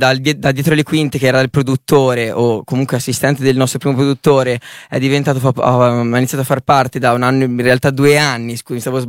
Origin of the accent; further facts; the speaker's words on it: Viareggio, Tuscany, Italy; No, noi veniamo da... Allora, Versiglia, Viareggio, i ragazzi sono di Viareggio, sono di Camaiore, comunque sì, tutte zone limitrofe